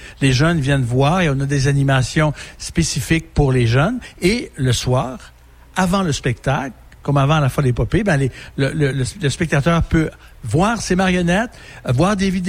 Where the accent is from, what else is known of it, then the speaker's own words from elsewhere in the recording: Quebec, Canada; moved away as an adult; also born or lived in Montreal; Moi, je suis natif de la région du Saguenay.